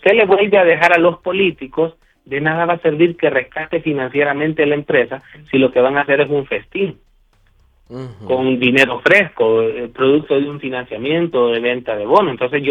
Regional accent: Honduras; Yo se lo digo como hondureño responsable

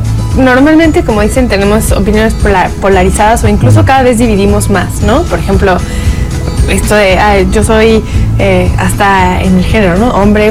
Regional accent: Mexico; de repente todos somos mexicanos.

